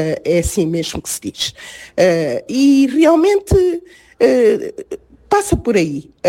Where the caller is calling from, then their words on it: Angola; Sou angolana